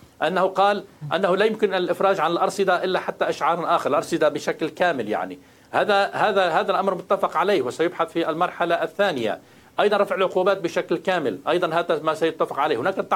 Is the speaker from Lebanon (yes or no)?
yes; Lebanon; أنا لبناني